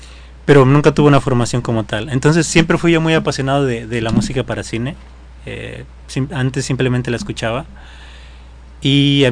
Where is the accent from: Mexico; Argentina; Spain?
Mexico; Atoyac de Álvarez, Guerrero; yo vengo de una familia de Atoyac de Álvarez.